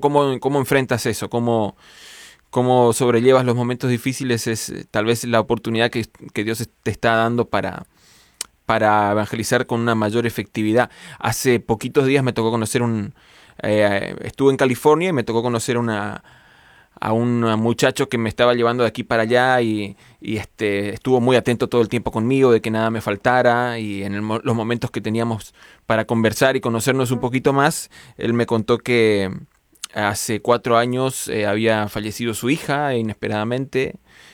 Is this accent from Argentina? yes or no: yes; Argentina; confuso que traigo, que nunca nadie identifica que soy argentino.